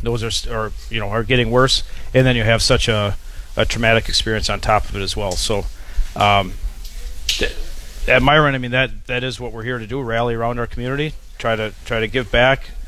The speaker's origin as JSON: {"language": "English", "town": "Menasha", "region": "Wisconsin", "country": "United States", "tie": "born or raised there", "said": "I've been born and raised in Menasha my whole life. I've lived here thinking, you know, I must be living under a rock."}